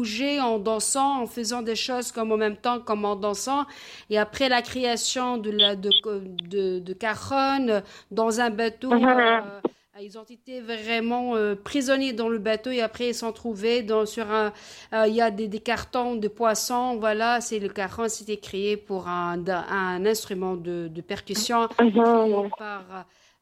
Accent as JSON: {"language": "French", "town": "Montreal", "region": "Quebec", "country": "Canada", "said": "Ah, moi je suis Montréalaise. Ah, moi je suis très fière de l'être."}